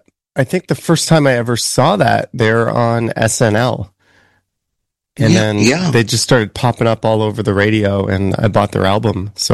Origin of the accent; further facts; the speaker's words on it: Mississauga, Ontario, Canada; I grew up in Mississauga